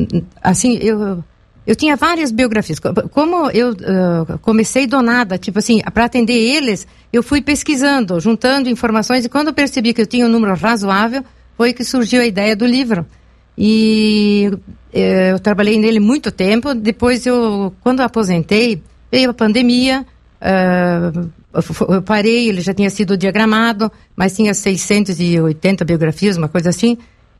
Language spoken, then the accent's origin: Portuguese; Viadutos, Rio Grande do Sul, Brazil; now in Pato Branco, Brazil; Como a maioria dos colonizadores aqui da região, eu sou oriunda do Rio Grande do Sul. Nasci no distrito de Viadutos, que na época era município de Marcelino Ramos. E eu morei em Pato Branco durante aproximadamente 50 anos.